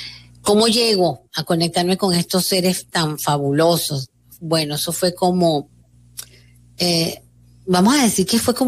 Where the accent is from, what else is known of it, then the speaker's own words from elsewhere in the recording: Venezuela; now in Dominican Republic; venezolana, con residencia aquí en la República Dominicana hace muchísimo tiempo ya